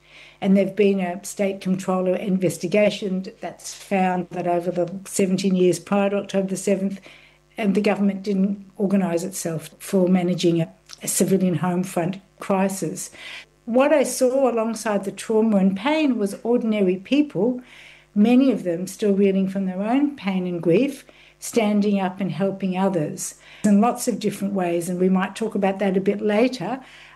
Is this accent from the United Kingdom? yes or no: no; Australia; moved away as an adult; also born or lived in Israel; I'm an Australian Israeli. I lived in Israel for 8 years.